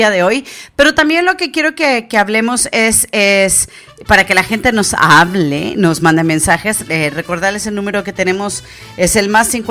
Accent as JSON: {"language": "Spanish", "country": "Mexico", "said": "Y digo aquí en México porque recuerden que yo soy también mexicana, así que no voy a dejar de decir lo que soy, por más que ande en mis otras tierras."}